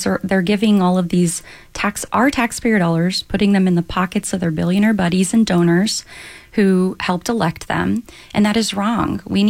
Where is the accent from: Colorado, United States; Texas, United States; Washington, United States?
Texas, United States; Corpus Christi; born or raised there